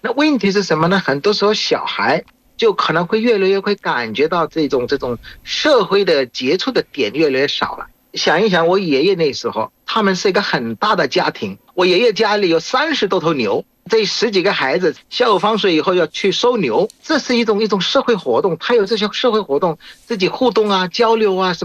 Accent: Bangladesh; Chinese is a second language

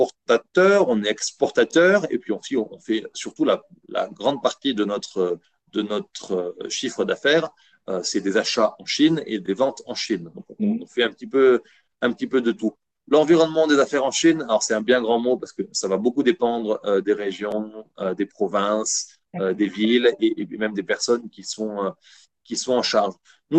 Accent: France; moved away as an adult; now in China

